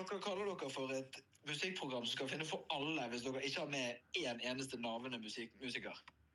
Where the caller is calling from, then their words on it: Bergen, Vestland, Norway; Spesielt som bergenser, men også som nordmann